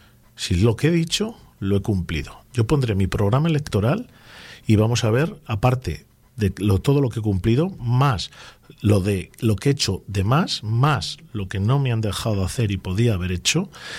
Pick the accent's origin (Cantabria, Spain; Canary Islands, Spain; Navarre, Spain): Cantabria, Spain; Laredo